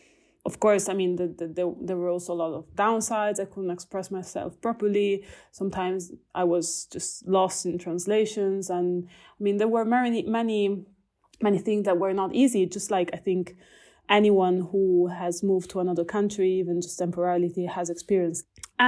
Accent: Emilia-Romagna, Italy; English is a second language; moved away as an adult; I'm from Italy. I come from a small town in Emilia-Romagna, and all of my family is from there.

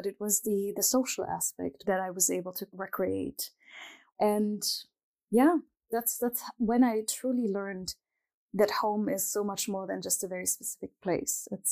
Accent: Germany; English is a second language; And then I was born and raised in Germany.

